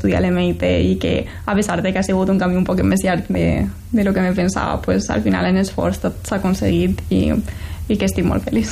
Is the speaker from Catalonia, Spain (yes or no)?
no; Benicarló, Valencian Community, Spain; Sento que jo, quan vaig créixer aquí a Benicarló, realment no tenia referents científics